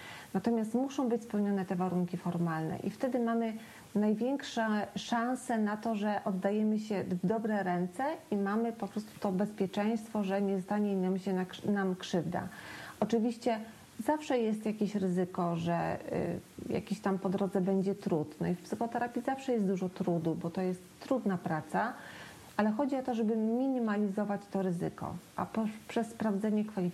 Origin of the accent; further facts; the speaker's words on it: Lublin, Lublin Voivodeship, Poland; w miejscu, gdzie ja mieszkam, jestem z Lublina